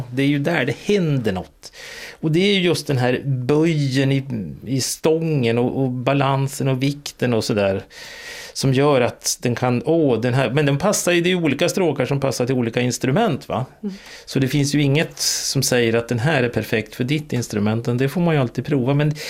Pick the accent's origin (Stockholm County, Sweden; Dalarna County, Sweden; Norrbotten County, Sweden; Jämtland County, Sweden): Jämtland County, Sweden; jag är uppvuxen i Jämtland